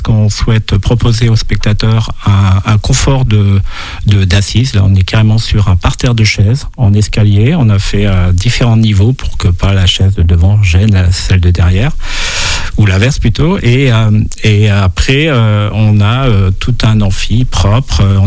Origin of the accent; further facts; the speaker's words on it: Saint-Jean-de-Monts, Pays de la Loire, France; moi je suis natif de Saint-Jean-de-Mont